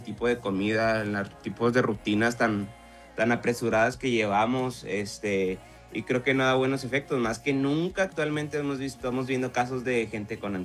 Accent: Mexico; now in El Paso, United States; Mira, bro, yo soy mexicano. Pero cuando yo me vine a vivir acá, automáticamente engordas en El Paso, Texas.

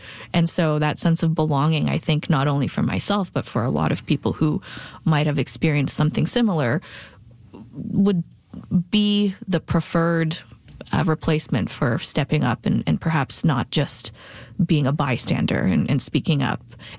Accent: Saskatoon, Saskatchewan, Canada; growing up in Saskatoon in the early 90s and then early 2000s.

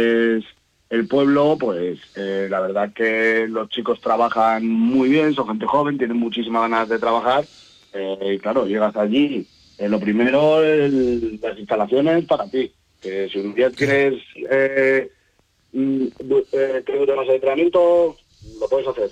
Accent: Casas de Juan Núñez, Castilla-La Mancha, Spain; Yo estaba con mi pueblo de Casas de Juan Núñez

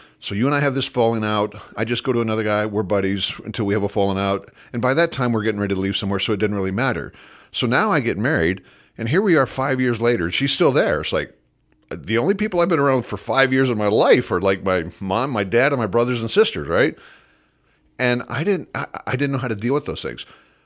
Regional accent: United States; I'm an American. I was raised in the church.

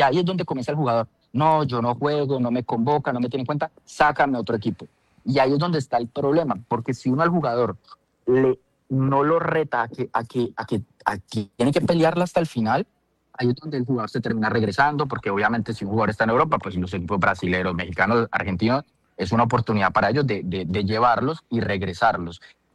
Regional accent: Colombia; Porque nosotros como colombianos, nosotros, o sea, el tema

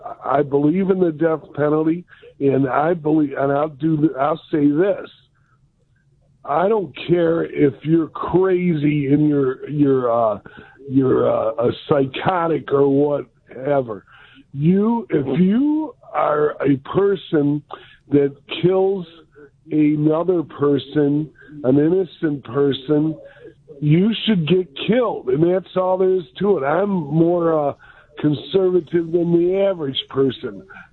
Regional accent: Detroit, Michigan, United States; Anyway, but I am here, and I'm from Detroit.

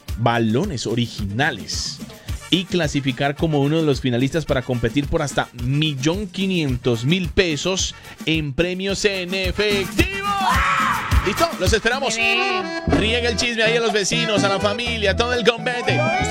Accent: Colombia

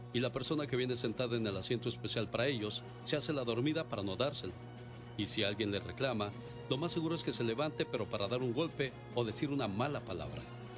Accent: Mexico; moved away; Esta es una reflexión para todos nosotros que somos mexicanos y hemos llegado a un país donde queremos seguir llevando nuestros malos hábitos y nuestras viejas costumbres.

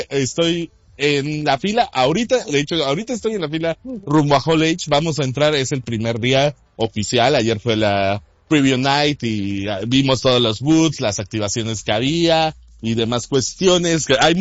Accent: Mexico; Somos los únicos mexicanos que vamos a tener acceso a esa alfombra.

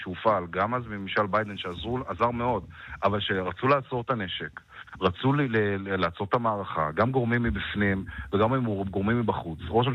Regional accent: Ashkelon, Southern District, Israel; אני אגב אשקלוני, גדלתי באשקלון

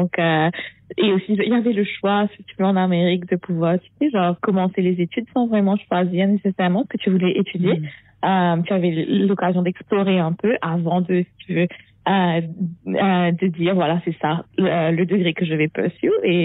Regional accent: Vacoas, Plaines Wilhems, Mauritius; moved away as an adult; now in New York, United States; Je suis née à Vakwa j'ai grandi à Maurice. Enfin, j'étais à l'école, au MGI, à Dr. Maurice Curé. Et ensuite, j'ai quitté Maurice quand j'avais 19 ans pour mes études aux États-Unis.

